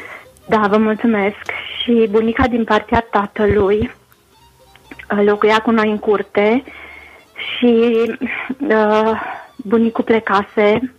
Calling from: Cluj-Napoca, Cluj County, Romania; sunt din Cluj.

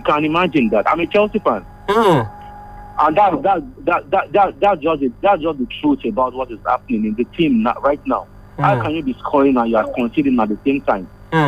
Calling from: Ilorin, Kwara, Nigeria; From Tanke.

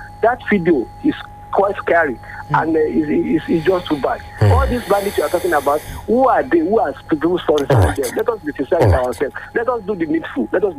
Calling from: Ilorin, Kwara, Nigeria; calling from Ilorin.

